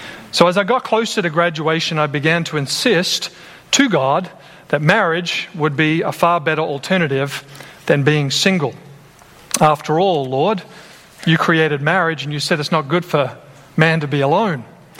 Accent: Australia; now in United States; And I'm a guy from Australia, and I'm here in America, and I'm thinking, well, maybe this is just a cultural thing.

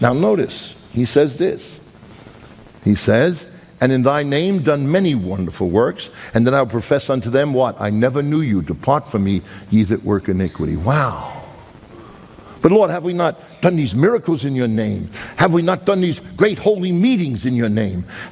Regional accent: New York, United States; I'm a New Yorker.

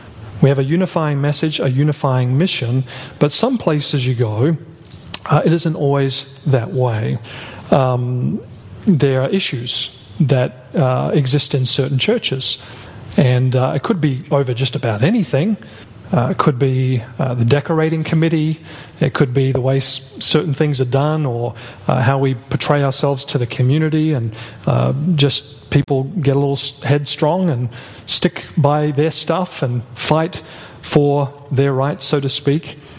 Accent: Australia; also born or lived in Brazil / Canada; Of course, you know, I'm from Australia. And I've spent a little bit of time in Brazil and Canada.

